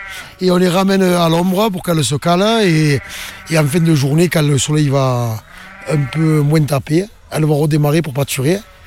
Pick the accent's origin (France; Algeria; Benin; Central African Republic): France; Sète, Occitanie; born there; also born or lived in Alps / Pyrenees; now in Uzès, France; Je suis né à Sète, rien à voir, au bord de la mer.